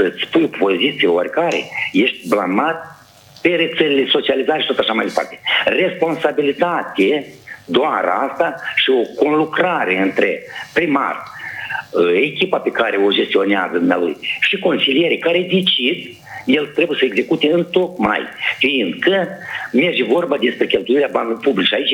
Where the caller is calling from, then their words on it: Căușeni, Căușeni District, Moldova; Sunt de la Căușeni